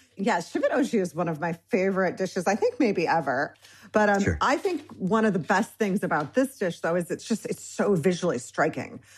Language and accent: English; Michigan, United States; I'm Iranian American. Mm-hmm. I grew up in Michigan